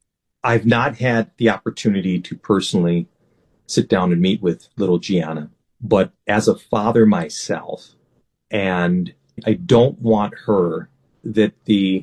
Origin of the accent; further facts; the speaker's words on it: Minneapolis, Minnesota, United States; This little boy growing up in Southside Minneapolis, running through the alleys and everything else.